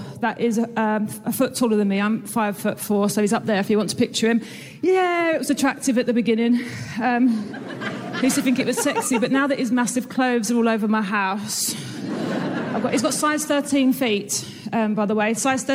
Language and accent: English; England, United Kingdom; I'm here from England.